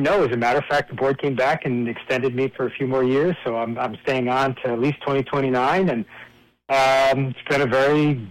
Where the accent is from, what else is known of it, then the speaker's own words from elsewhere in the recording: New York, United States; I grew up in Western New York and upstate New York in a small town.